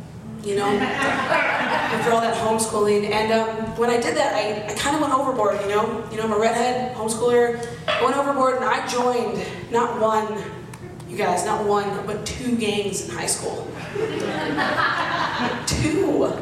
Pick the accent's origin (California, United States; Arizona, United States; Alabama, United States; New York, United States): Arizona, United States; I was raised in Arizona, and it was just like I never dealt with allergies there.